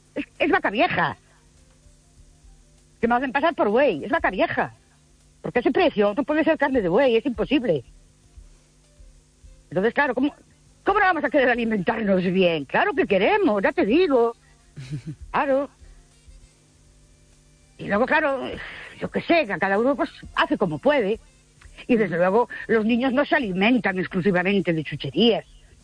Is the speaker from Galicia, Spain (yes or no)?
yes; Ourense, Galicia, Spain; de Orense otra vez.